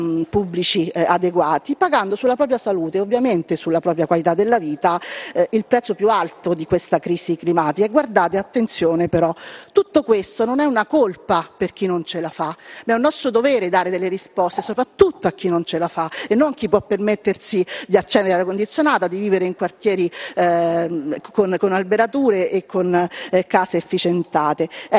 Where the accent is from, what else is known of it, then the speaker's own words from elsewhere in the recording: Lazio, Italy; anche la mia terra, la Ciociaria